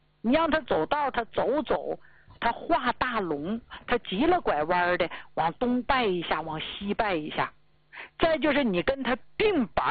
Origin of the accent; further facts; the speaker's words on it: Northeast China, China; 用咱们东北老家话说